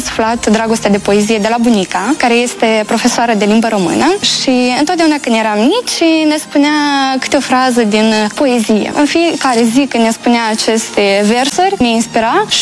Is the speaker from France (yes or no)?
no; Țareuca, Rezina District, Moldova; Sunt originară din satul Țariuca, raionul Rezina